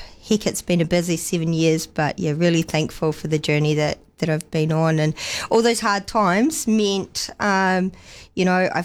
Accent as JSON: {"language": "English", "country": "New Zealand", "tie": "born or raised there", "also_born_or_lived": "United States", "moved": "as an adult", "said": "I was born in the States. My dad was American, but he passed away when I was 5. So I didn't know my American side of the family growing up in New Zealand. And so anyways, got a job in the States on a dairy farm, and what was supposed to be 12 months turned into 8 years."}